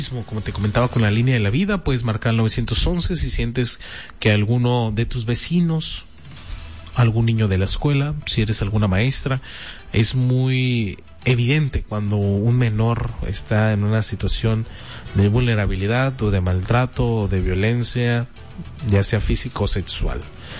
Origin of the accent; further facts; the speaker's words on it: Piedras Negras, Coahuila, Mexico; no olvidemos que somos negropetenses, no olvidemos que somos de Piedras Negras